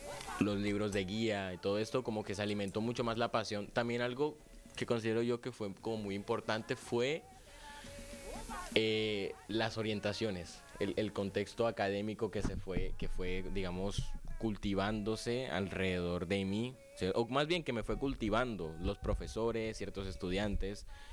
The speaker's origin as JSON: {"language": "Spanish", "area": "Cereté", "region": "Córdoba", "country": "Colombia", "tie": "born or raised there", "said": "soy de CRT, oriundo de ahí, nacido de ahí. Tarjeta de identidad, CRT Córdoba, cédula CRT Córdoba, creo que registro civil también."}